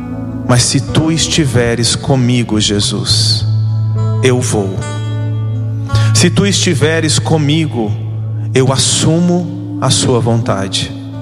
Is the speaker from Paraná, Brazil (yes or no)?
yes; Paraná, Brazil; now in São Paulo, Brazil; sou natural do Paraná